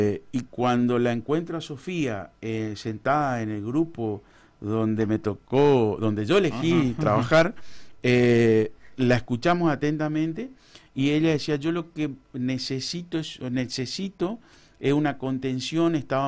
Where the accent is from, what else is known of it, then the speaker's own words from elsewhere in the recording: Formosa, Argentina; somos dos formoseños, un salteño y Sofi, que es la tucumana.